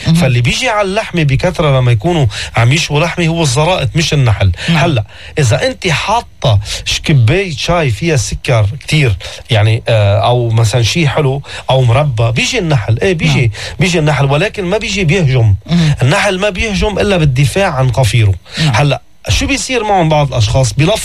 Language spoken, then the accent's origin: Arabic; Beirut, Beirut Governorate, Lebanon; انا ابن بيروت ما عندي ضيعة